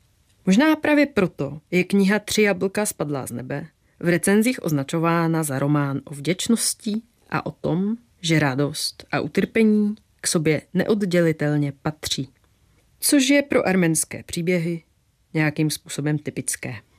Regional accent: Poland; Czech is a second language; now in Prague, Czech Republic; Jsem Polka, žijí v Praze

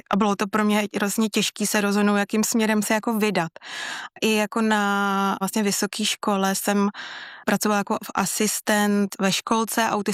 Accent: Bohemia, Czechia; protože u nás v Čechách by to třeba šlo, nebo bylo normální, je, že se musíte taky držet oboru.

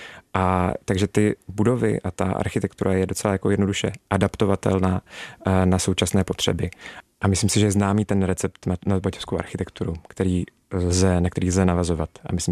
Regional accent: Zlín, Zlín Region, Czechia; že jsem prostě ze Zlína, že mám vazbu na to místo a vím, na co můžu být hrdý

